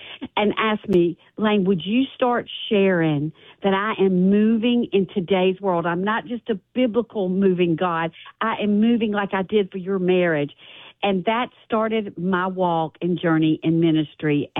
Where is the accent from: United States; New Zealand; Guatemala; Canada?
United States; Mississippi; born or raised there